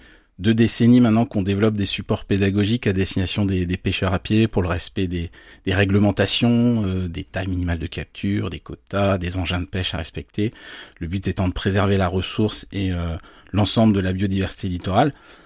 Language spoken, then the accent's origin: French; Saint-Brieuc, Brittany, France; born or raised there